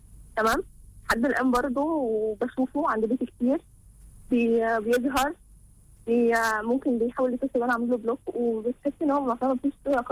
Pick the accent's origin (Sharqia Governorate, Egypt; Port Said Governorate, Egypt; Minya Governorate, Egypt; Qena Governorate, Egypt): Sharqia Governorate, Egypt; انا من الشرقيه.